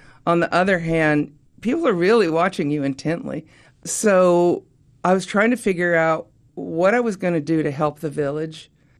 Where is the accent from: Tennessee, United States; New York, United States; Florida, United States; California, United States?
Tennessee, United States; Oak Ridge; born or raised there